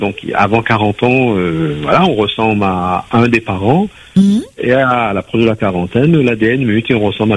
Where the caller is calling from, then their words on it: Saint-Denis, Réunion; je suis de Saint-Denis, je suis un KMB, Carf Malbar Blanc.